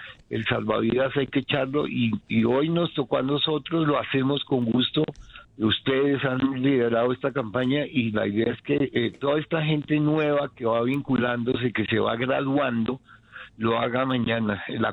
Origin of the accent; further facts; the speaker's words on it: Colombia; somos todos colombianos y queremos apoyar a nuestra gente.